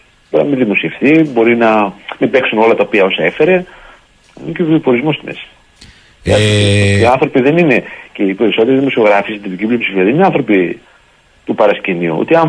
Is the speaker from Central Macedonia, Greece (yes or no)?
no; Tzoumerka, Epirus, Greece; εγώ έχω κρεμάσει την κάπα μου, λέμε στο χωριό μου, στην Ήπειρο, στα ορεινά και στα Τζουμέρκα τα ορεινά.